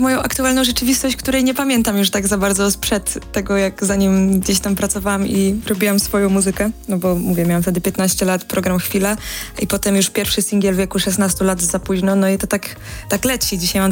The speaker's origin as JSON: {"language": "Polish", "town": "Krapkowice", "region": "Opole Voivodeship", "country": "Poland", "tie": "born or raised there", "lives_now": "Warsaw, Poland", "said": "Ojejku, pewnie. Ja do Krapkowicy czas wracam i jestem pomiędzy Warszawą a Krapkowicami cały czas"}